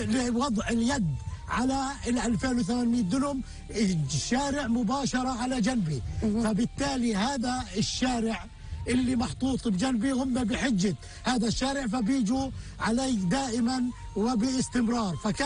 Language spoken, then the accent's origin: Arabic; West Bank, Palestine; واحنا كبلنا لانفسنا أنا كفلسطينيين أن نكون رأس حرب